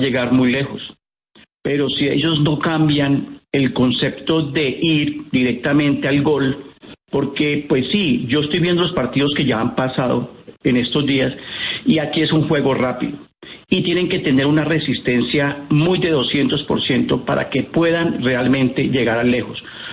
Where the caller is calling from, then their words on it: Funza, Cundinamarca, Colombia; Le llamo desde Funza, Cundinamarca.